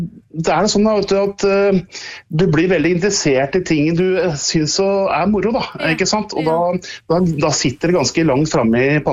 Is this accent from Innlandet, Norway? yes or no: yes; Brøttum, Innlandet, Norway; born there; det begynte jo gjerne med noen små skirenn på det nysløperennet hjemme på Brøttum da.